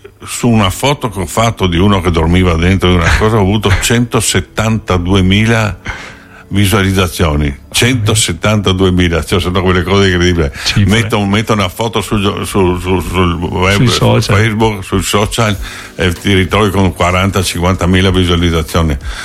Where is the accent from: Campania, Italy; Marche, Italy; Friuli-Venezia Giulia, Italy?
Friuli-Venezia Giulia, Italy; Io sono friulano e amiamo particolarmente la nostra terra.